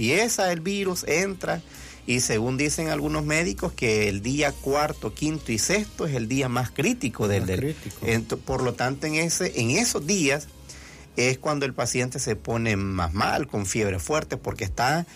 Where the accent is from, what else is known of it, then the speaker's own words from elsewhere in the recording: El Salvador; nosotros somos así, los salvadoreños, que no tenemos la cultura de trabajar la prevención